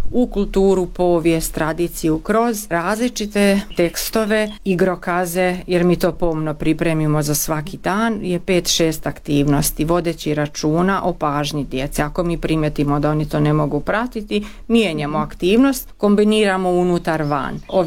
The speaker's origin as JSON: {"language": "Croatian", "town": "Osijek", "region": "Osijek-Baranja County", "country": "Croatia", "said": "dolazim iz Osijeka"}